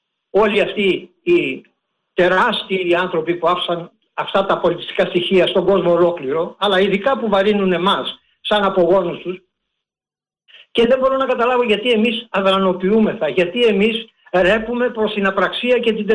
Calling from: Greece; Σαν Έλληνες, το έχουμε ιερή υποχρέωση.

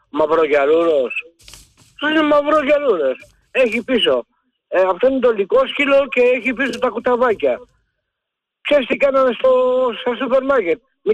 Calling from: Ilion, Attica, Greece; από Ήλιον.

